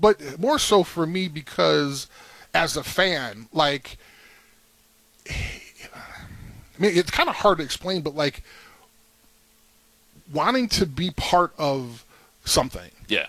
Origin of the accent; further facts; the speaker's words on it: Chicago, Illinois, United States; growing up in Chicago